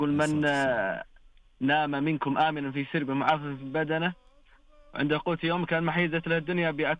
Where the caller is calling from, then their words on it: Ha'il, Ha'il Province, Saudi Arabia; من أهل حائل.